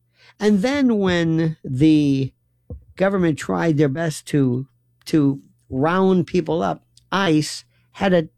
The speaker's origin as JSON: {"language": "English", "region": "Florida", "country": "United States", "tie": "born or raised there", "said": "and I'm originally from Florida, where we had Cubans and the Mariel boat lift in the 80s."}